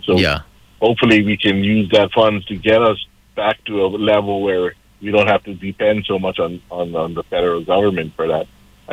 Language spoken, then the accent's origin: English; Hawaii, United States